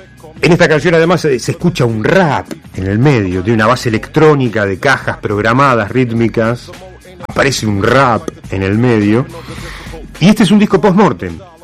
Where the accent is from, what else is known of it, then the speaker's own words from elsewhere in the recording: Argentina; porque por sobre todas las cosas somos argentinos, porque por sobre todas las cosas estamos en la República Argentina